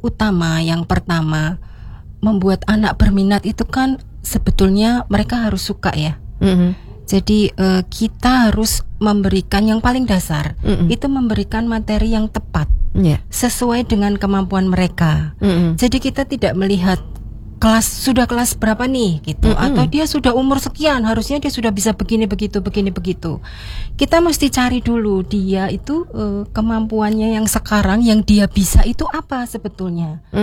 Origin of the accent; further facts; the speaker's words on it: Bantul, Special Region of Yogyakarta, Indonesia; saya orang Bantul biasa ya